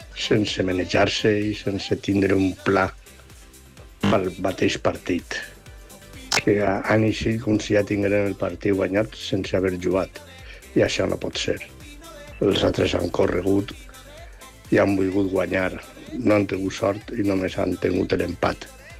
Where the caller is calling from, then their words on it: Valencia, Valencian Community, Spain; de València.